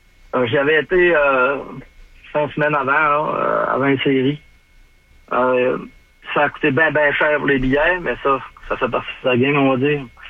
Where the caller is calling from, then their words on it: Quebec, Canada; Je suis rappelé du Lac-Saint-Jean.